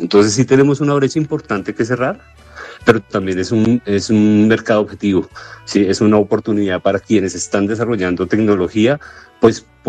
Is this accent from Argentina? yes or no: no; Colombia; moved away as an adult; now in Guanajuato, Mexico